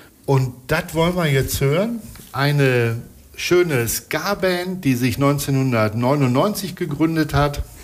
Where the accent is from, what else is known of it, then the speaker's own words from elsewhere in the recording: Mülheim an der Ruhr, North Rhine-Westphalia, Germany; born there; Zum Beispiel aus meiner Geburtsstadt Mülheim an der Ruhr kommt wieder was ganz Schönes.